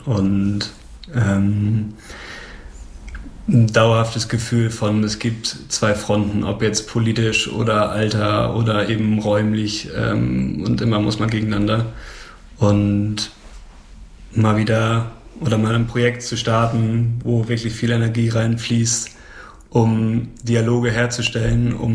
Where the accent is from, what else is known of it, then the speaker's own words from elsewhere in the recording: Schleswig-Holstein, Germany; Also ich komme aus der Nähe von Flensburg. auch aus dem dörflichen Raum oder ländlicheren Raum.